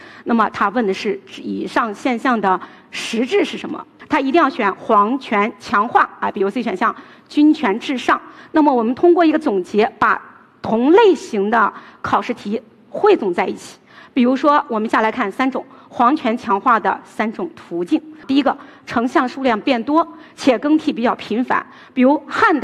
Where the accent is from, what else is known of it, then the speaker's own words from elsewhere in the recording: Xi'an, Shaanxi, China; 我是来自于西安的历史老师